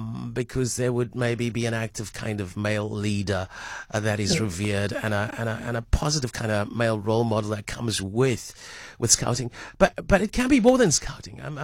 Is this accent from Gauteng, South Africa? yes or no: no; Cape Town, Western Cape, South Africa; I grew up in Parkwood, so I know it very well.